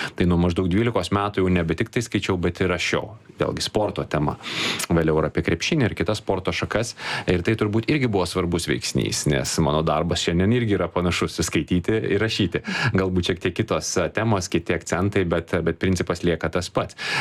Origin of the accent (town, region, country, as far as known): Vilnius, Vilnius County, Lithuania; born or raised there